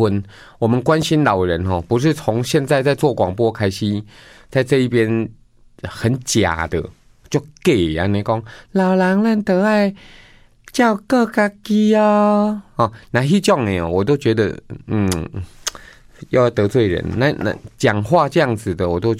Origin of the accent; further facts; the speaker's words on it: Taiwan; 我们台湾人